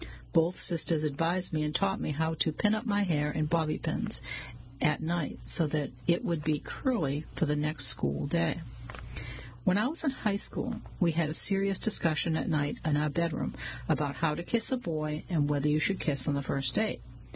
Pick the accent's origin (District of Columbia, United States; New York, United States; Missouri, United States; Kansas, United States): Kansas, United States; Howard; born or raised there